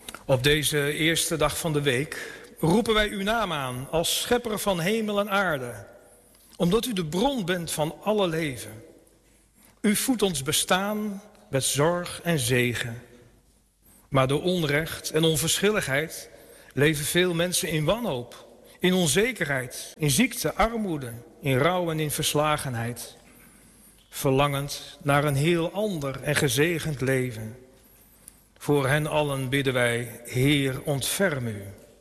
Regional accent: Almelo, Overijssel, Netherlands; accent: Twents; also born or lived in Nijmegen / Wageningen; now in Ede, Netherlands; ik woon in Ede. Maar oorspronkelijk kom ik uit Twente. Uit een stad met een heel beroemd stoplicht. Ja, Almelo. Dus, mangs praat ik Twents. Maar ik ken ik een liedspietje Friers

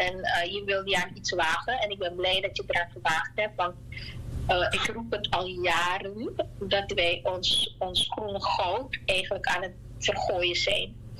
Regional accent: Suriname

